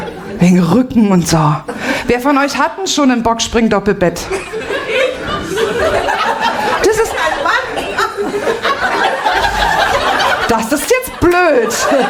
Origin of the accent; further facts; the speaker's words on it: Saxony, Germany; ich habe Migrationshintergrund. Ja, ich komme aus Sachsen. Aus Dresden.